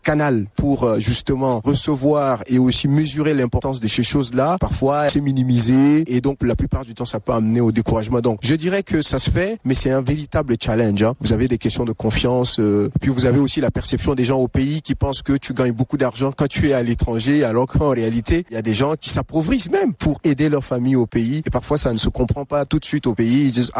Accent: Chad; moved away; quand je dis que je suis Tchadien

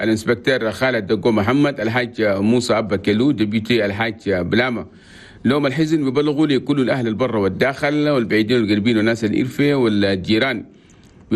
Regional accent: Chad

